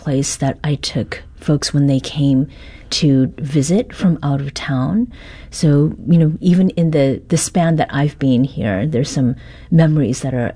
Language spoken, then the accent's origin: English; Canada; now in St. Louis, United States; What was not ready was a sausage roll, and that is something that I grew up with in Canada.